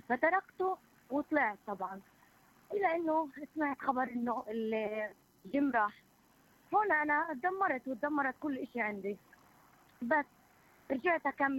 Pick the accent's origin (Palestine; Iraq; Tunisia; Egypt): Palestine; Gaza, Gaza Strip; كان آخر فترة عندنا بغزة